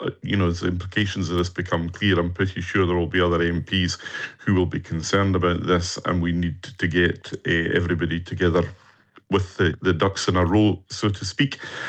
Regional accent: Islay, Scotland, United Kingdom; I was born and brought up on Isla.

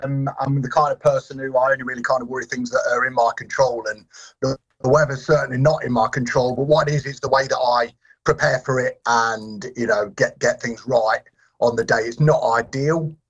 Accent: Loughborough, East Midlands, United Kingdom; let's walk from Loughborough, my hometown, to Skegness.

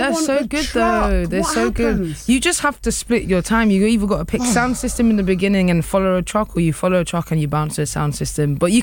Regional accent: London, United Kingdom; that's what I'm used to in I suppose my part of West London, where people just stop and say hi to you and chat to you

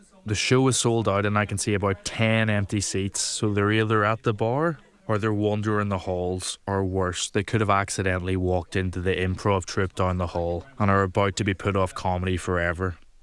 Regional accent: Northern Ireland, United Kingdom; I'm a comedian from Northern Ireland

